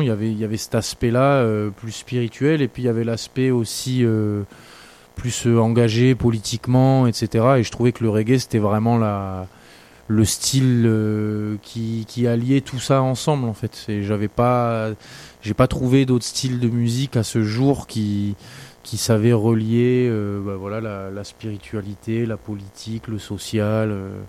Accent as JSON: {"language": "French", "country": "New Caledonia", "tie": "born or raised there", "also_born_or_lived": "Paris / Toulouse", "moved": "yes", "lives_now": "Haute-Vallée de l'Aude, France", "said": "comme j'ai grandi en Nouvelle-Calédonie, c'est vrai que mes premières années en France, j'ai été en ville, donc j'ai été à Paris, j'ai été à Toulouse."}